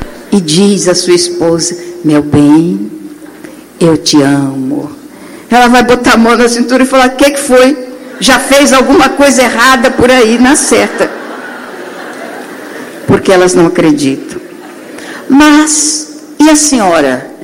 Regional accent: Mato Grosso, Brazil; como eu via na minha infância em Mato Grosso. Não sou carioca, não, sou mato-grossense.

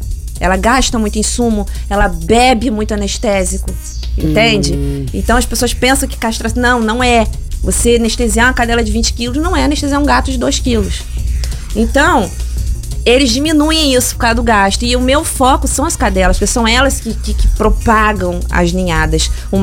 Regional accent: Cabo Frio, Rio de Janeiro, Brazil; O meu nicho, eu sou de Cabo Frio.

